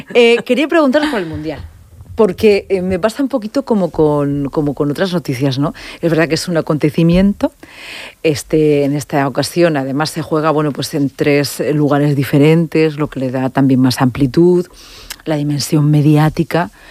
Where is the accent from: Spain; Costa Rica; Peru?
Spain; ¿Nos alegra como españoles?